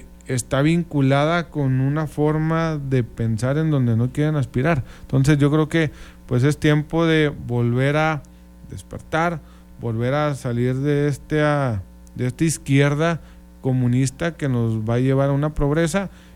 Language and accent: Spanish; Mexico; los mexicanos estamos hartos, cansados, todos, un servidor